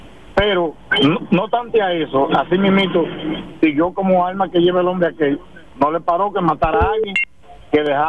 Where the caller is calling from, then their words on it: Bajos de Haina, San Cristóbal, Dominican Republic; Estamos por acá, por lo bajo de Jaina.